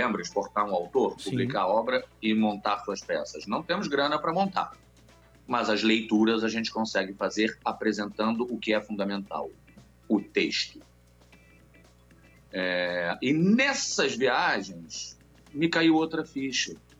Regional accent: Brazil

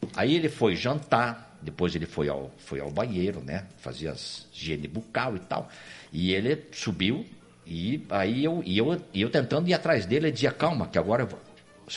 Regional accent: Curitiba, Paraná, Brazil; born there; Então, eu nasci ali.

